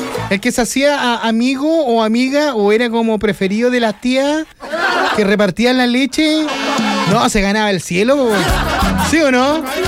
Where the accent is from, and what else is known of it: Chile